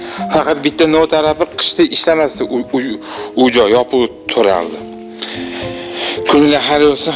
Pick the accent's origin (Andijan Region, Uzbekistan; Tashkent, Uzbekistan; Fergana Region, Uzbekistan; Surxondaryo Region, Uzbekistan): Tashkent, Uzbekistan; o'zi Yunusobodlimiz biz.